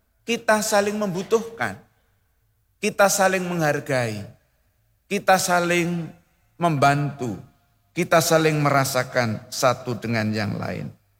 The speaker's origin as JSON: {"language": "Indonesian", "region": "Java", "country": "Indonesia", "said": "Bapak Ibu, bagi kita orang Jawa, kita sudah sangat familiar dengan sapu lidi."}